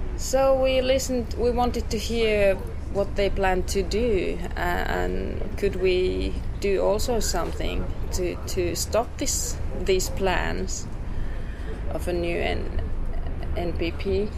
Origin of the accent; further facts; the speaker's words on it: Kalajoki, North Ostrobothnia, Finland; English is a second language; now in Pyhäjoki, Finland; own candidates here in Pyhäjoki, and the local Greens asked me to be their candidate in Kalajoki, in my hometown.